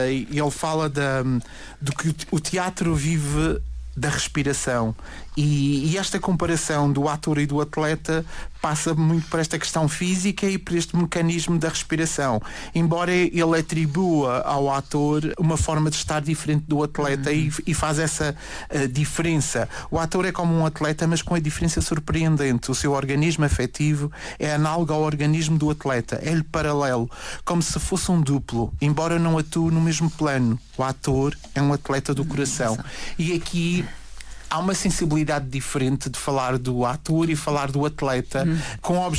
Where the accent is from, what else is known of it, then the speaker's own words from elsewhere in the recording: Madeira, Portugal; Eu, enquanto madeirense, tenho sempre em mim aquilo que é a minha identidade de ilhéu, a minha cultura.